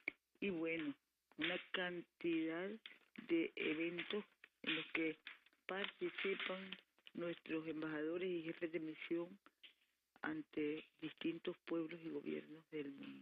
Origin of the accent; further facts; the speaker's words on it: Nicaragua; lo construimos día a día como nicaragüenses